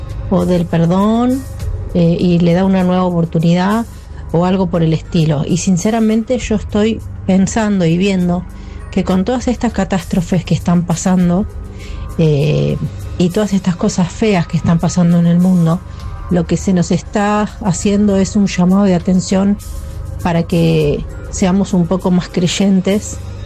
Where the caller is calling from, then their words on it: Berazategui, Buenos Aires Province, Argentina; de Berazategui.